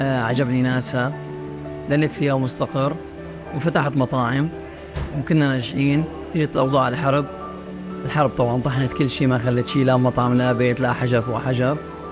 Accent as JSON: {"language": "Arabic", "town": "Damascus", "region": "Damascus Governorate", "country": "Syria", "also_born_or_lived": "Egypt", "moved": "as an adult", "lives_now": "Gaza, Palestine", "said": "جيت من سوريا من الشام دمشق رجعت على غزه، بس انا ما راح اطلع من غزه لاني حبيتها وصرت منها وفيها."}